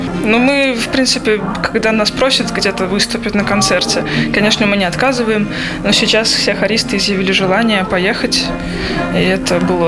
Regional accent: Riga, Latvia; я из Латвии

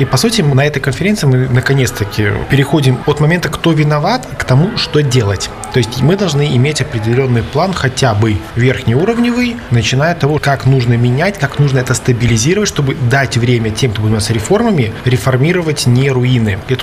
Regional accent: Belarus; только мы белорусы, по двум соседним областям в 4 раза

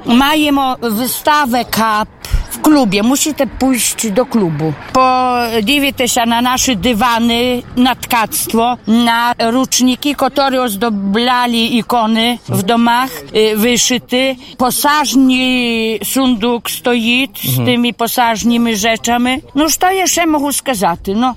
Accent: Rohacze, Podlaskie Voivodeship, Poland; also born or lived in Białystok; Ja pochodzę z Rohacz, z siej wioski. Urodziła się tutaj w Rohaczach. Potem wyjechała do Białostoku do roboty, ale na emeryturę zjechała siuda.

